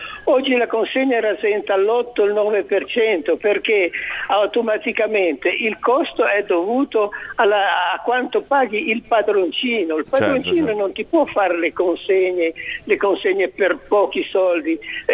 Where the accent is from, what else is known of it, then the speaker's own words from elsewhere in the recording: Cairo Montenotte, Liguria, Italy; born there; io sono nata a Cairo Montenotte